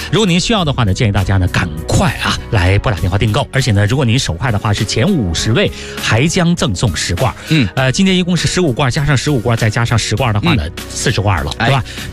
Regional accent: Beijing, China; 是，像我们北京人吃有一道菜叫做烙饼卷带鱼，或者拿馒头的夹着吃都挺好的。

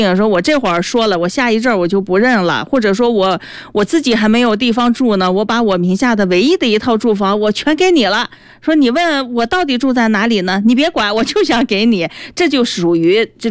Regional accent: China; 我们中国人其实是很忌讳谈死亡的。

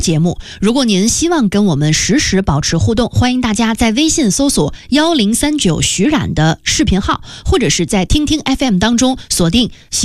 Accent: China

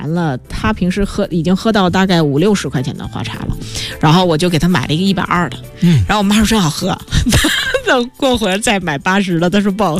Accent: Beijing, China; 咱们北京人

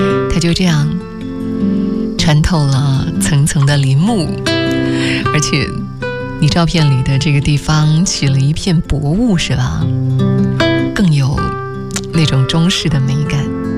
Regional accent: China

